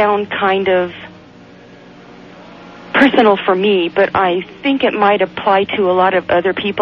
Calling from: Colorado, United States; Hi, I am in Colorado.

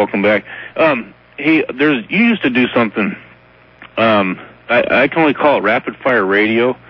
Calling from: Anchorage, Alaska, United States; I'm in Anchorage, Alaska.

